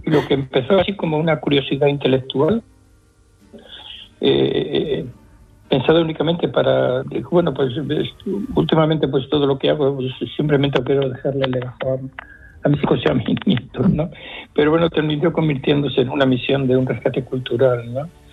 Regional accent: Alcázar de San Juan, Castilla-La Mancha, Spain; Y además, en nuestro pueblo, en Alcázar de San Juan, se dice que no hablamos, sino que allí lo que hacemos es sentenciamos, ¿no?

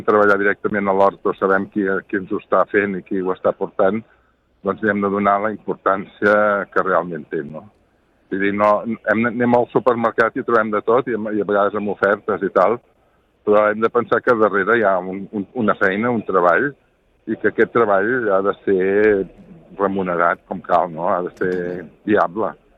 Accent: Catalonia, Spain

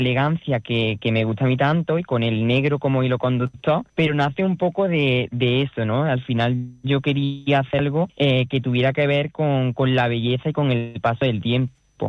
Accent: Obejo, Andalusia, Spain; un patio andaluz que se encuentra en mi pueblo, en Ovejo

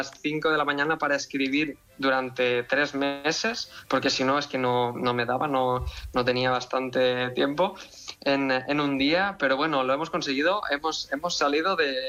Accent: Tavernes de la Valldigna, Valencian Community, Spain; yo todo lo que escribía estaba ambientado en Tabernas de la Valldigna, mi pueblo de Valencia

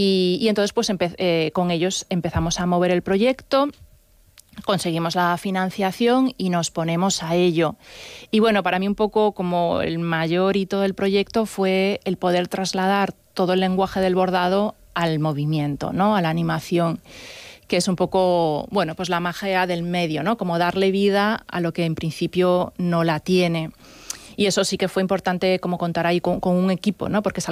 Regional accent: Galicia, Spain; siendo gallega sabes que la vida diaria no es así.

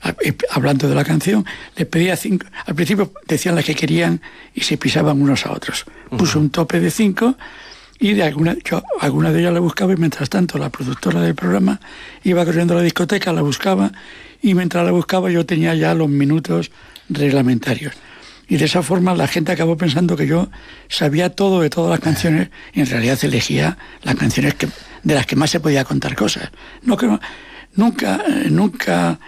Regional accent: Asturias, Spain; Como yo soy asturiano, digo, ¿de dónde?

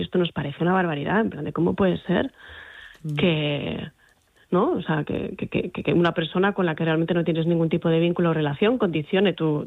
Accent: Gijón, Asturias, Spain

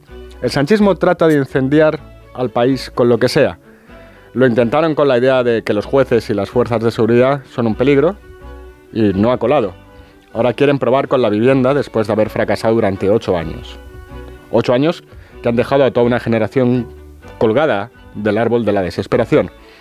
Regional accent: Spain; Como en Argentina, los españoles nos partimos la cara y se genera una situación que permita cualquier cosa.

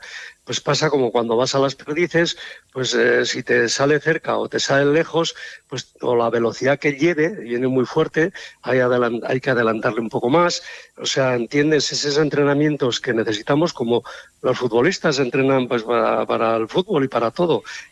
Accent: Cáseda, Navarre, Spain; born there; Bueno, pues soy de Cáseda, Navarra, y ahí es donde aprendí con mi padre a ir tirando, a ir cazando

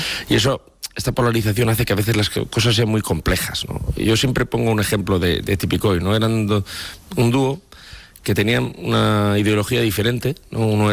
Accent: Valencian Community, Spain; tenía algunos rasgos muy característicos TIP de lo que somos los valencianos, ¿no?

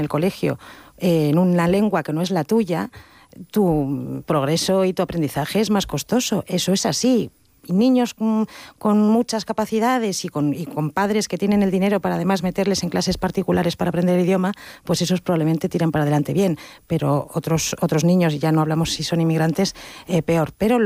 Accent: Basque Country, Spain; Y a mí, y luego yo como vasca, pues estoy muy preocupada.

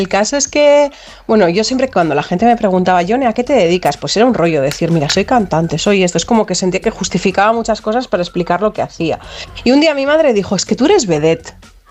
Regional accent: Basque Country, Spain; teniendo en cuenta además que soy vasca.

